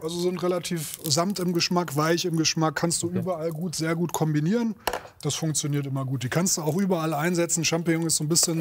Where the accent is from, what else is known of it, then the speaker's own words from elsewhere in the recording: Northern Germany, Germany; Hessisch, ja, ich als Norddeutscher, ich komme da nicht so hinterher.